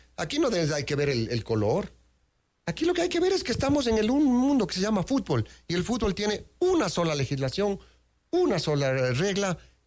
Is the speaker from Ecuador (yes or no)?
yes; Ecuador; now in Switzerland; yo soy ecuatoriano